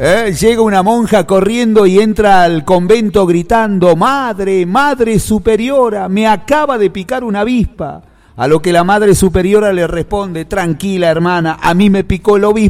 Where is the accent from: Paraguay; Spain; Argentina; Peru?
Argentina; este personaje que nos identifica a los argentinos